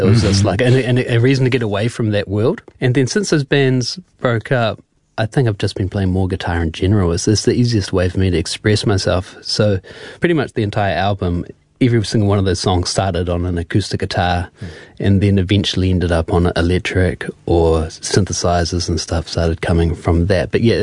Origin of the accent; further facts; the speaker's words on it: Wellington, New Zealand; growing up in Wellington during that time